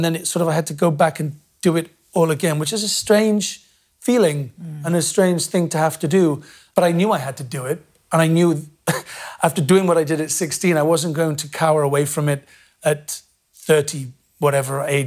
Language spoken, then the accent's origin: English; Wales, United Kingdom; accent: Welsh; part of my identity, I absolutely believe, is my accent, my Welsh accent. And I know it's not very, very strong, but I think you know I'm Welsh. You can hear it. And I love that, you know, and I'm proud of being Welsh.